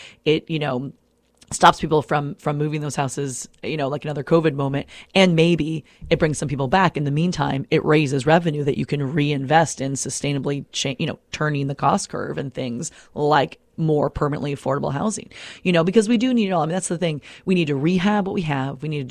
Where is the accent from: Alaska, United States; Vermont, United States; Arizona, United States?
Vermont, United States; Newbury; I'm from Newbury, Vermont, and all the beautiful houses around the green. It's a tiny place. It's a post office. It's a general store. It's a village green and a, you know, school.